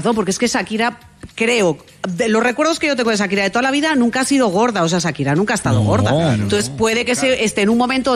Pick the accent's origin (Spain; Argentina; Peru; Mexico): Spain; Acuérdate cómo somos las españolas